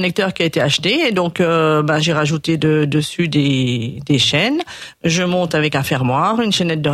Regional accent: Grand Est, France; Je suis originaire de Chamois-l'Orgueilleux

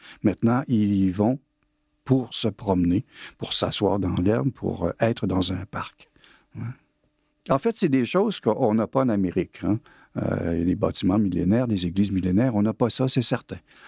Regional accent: Caen, Normandy, France; born there; Bah, j'habite à Caen, je suis né à Caen.

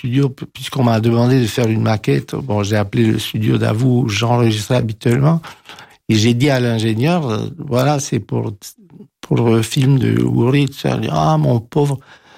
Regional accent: Romania; moved away; je suis roumain

